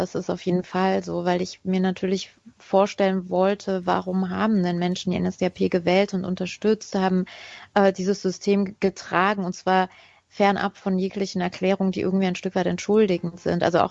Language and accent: German; Hermeskeil, Rhineland-Palatinate, Germany; Also wie gesagt, geboren und aufgewachsen in Hermeskeil und dann als Erwachsene in den 30ern plötzlich erst mit anderen Augen auf das zu gucken, was vergangen ist